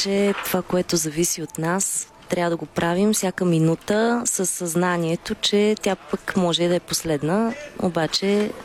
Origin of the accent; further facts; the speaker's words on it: Pazardzhik, Pazardzhik Province, Bulgaria; born there; Аз съм родена в Пазарджик.